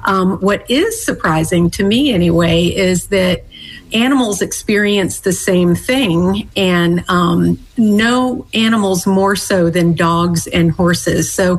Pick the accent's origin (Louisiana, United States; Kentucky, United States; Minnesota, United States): Kentucky, United States; Bowling Green; I had friends in the neighborhood with horses, and I grew up in Bowling Green, Kentucky, and, it was relatively inexpensive to have horses there.